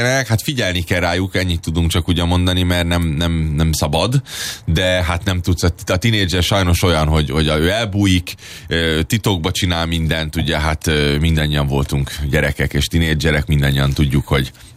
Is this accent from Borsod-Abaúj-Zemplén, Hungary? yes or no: no; Budapest, Hungary; nem ott nőttem fel Újpesten, de 8-ban éltem sokat.